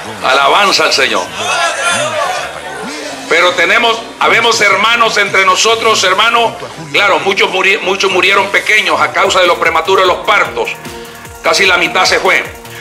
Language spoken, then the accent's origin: Spanish; El Salvador; also born or lived in Honduras; Soy hondureño por nacimiento, de padres salvadoreños. Y soy salvadoreño por crecimiento.